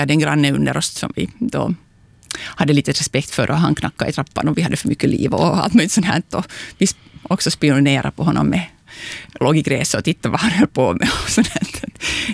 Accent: Southwest Finland, Finland; born there; de hade flyttat ut dit och där föddes jag sen.

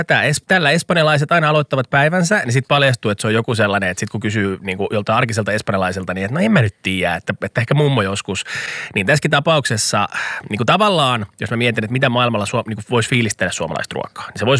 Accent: Kerava, Uusimaa, Finland; now in Helsinki, Finland; rakkaassa kotikaupungissani Keravalla

